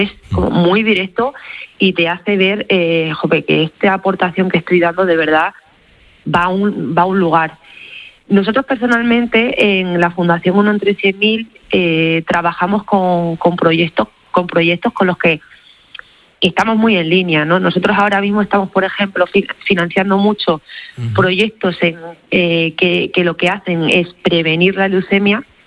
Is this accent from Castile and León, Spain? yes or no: no; Cáceres, Extremadura, Spain; accent: Extremaduran; no sé si lo has notado por mi acento, pero soy extremeña, soy de Cáceres.